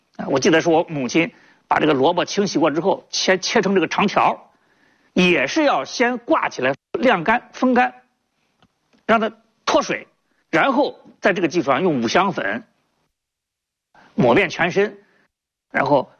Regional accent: Shijiazhuang, Hebei, China; 我老家是河北石家庄的，典型的北方

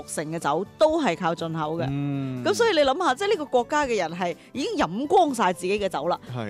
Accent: China; 所以你話如果我哋中國人去到瑞士

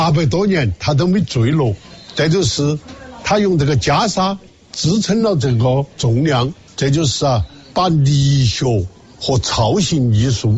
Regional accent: Sichuan, China; 你们叫热闹，我们四川人叫闹热。

